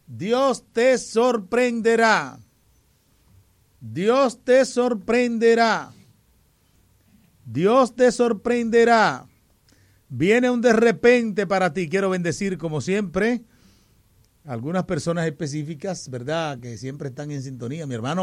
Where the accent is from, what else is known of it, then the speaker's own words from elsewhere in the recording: Higüey, La Altagracia, Dominican Republic; born there; Mi tierra vernácula, donde yo nací, Hato de Mana de Higüey.